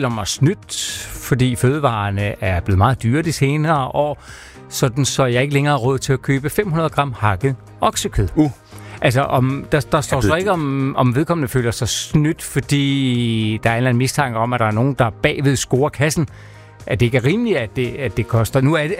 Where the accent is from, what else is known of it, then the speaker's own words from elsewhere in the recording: Sakskøbing, Zealand, Denmark; da jeg var barn i Saxkøbing.